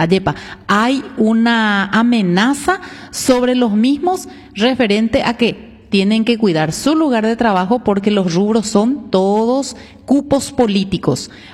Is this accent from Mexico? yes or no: no; Paraguay; somos tantos paraguayos